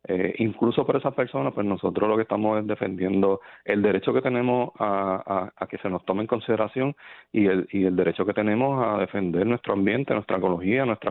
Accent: Salinas, Puerto Rico; Yo soy de Salinas

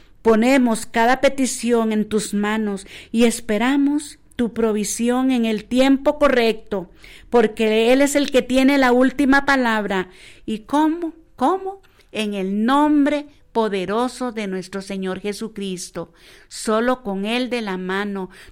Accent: Costa Rica; como buenos ticos que somos

